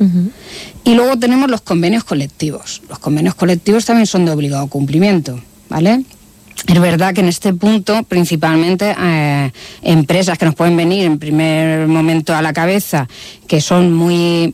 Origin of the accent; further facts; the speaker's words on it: Alicante, Valencian Community, Spain; de la inspección de trabajo de Alicante, que es de donde yo vengo